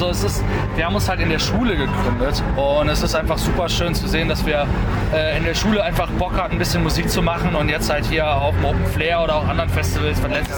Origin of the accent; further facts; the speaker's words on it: Saarland, Germany; Also wir sind ja aus dem Saarland